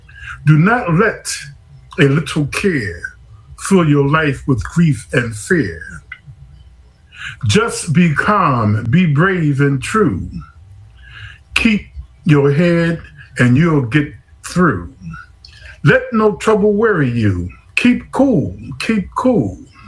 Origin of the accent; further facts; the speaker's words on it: Philadelphia, Pennsylvania, United States; now in Texas, United States; I'm always ready to go to war because I'm straight up from North Philly, even though I'm living here in Texas.